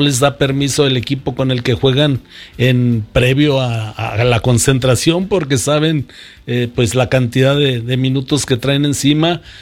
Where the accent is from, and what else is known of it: Mexico